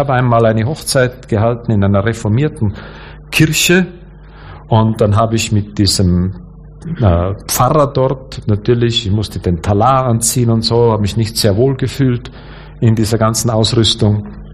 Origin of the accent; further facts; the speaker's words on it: Austria; Wie gesagt, ich komme aus Österreich.